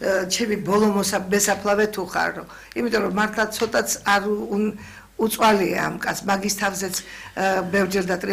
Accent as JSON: {"language": "Georgian", "town": "Urbnisi", "region": "Shida Kartli", "country": "Georgia", "tie": "born there", "said": "ჩემი სოფელში იყო ურუბნიში, ქართლში. და იქ დავიბადე."}